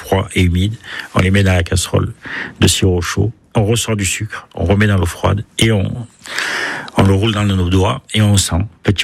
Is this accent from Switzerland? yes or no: no; Carpentras, Provence-Alpes-Côte d'Azur, France; now in Savigny-sous-Faye, France; je suis originaire de Carpentras, pays de la fraise.